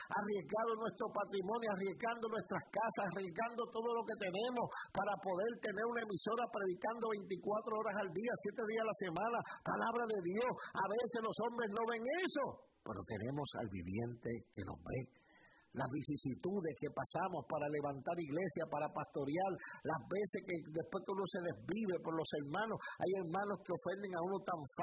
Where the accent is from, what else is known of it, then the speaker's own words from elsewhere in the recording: Texas, United States; Mire, yo vengo de Texas